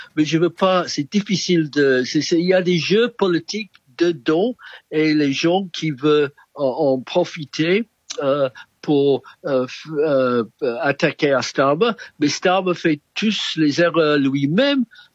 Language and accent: French; United Kingdom